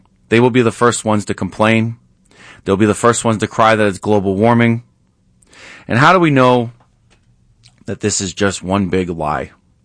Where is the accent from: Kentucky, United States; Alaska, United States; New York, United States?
New York, United States; Rochester; I grew up in Rochester. I grew up along the Erie Canal.